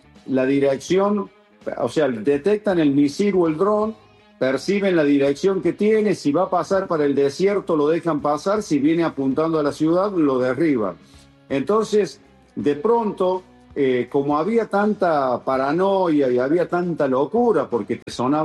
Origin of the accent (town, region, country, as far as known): Argentina